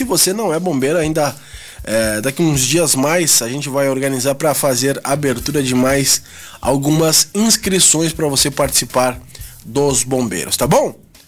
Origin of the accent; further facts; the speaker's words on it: Itaqui, Rio Grande do Sul, Brazil; now in Entre Rios do Sul, Brazil; Em Itaqui, minha terra, na região administrativa de Bagé